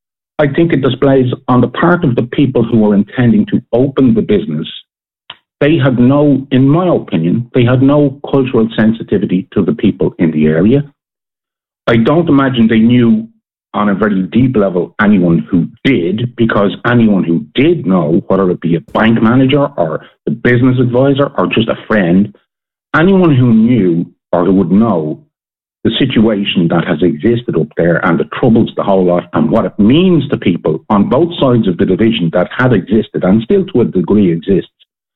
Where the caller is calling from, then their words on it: Ireland; because I'm Irish